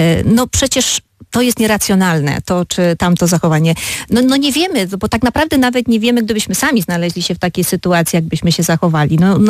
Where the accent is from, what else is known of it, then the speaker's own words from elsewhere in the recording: Subcarpathian Voivodeship, Poland; Miałam kilka miejscowości z Podkarpacia, właśnie z tam, skąd pochodzę, ale jakoś tak teraz mi daleko do tamtych rejonów.